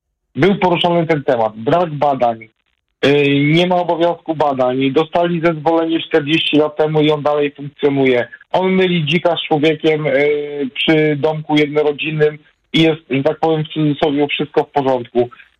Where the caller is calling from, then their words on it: Pruszcz Gdański, Pomeranian Voivodeship, Poland; Ja mieszkam w Pruszu Gdańskim